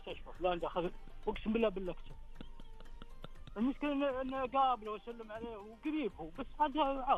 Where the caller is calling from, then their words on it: Al-Qassim, Saudi Arabia; من القصيم